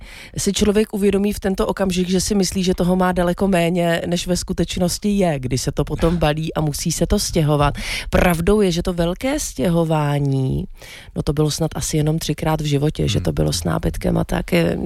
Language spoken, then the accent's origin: Czech; Přelouč, Pardubice Region, Czechia; moved away as an adult; now in Prague, Czechia; já jsem se stěhovala především právě v tom věku, kdy jsem přišla z Přelouče sem do Prahy a bydlela jsem po pronájmech.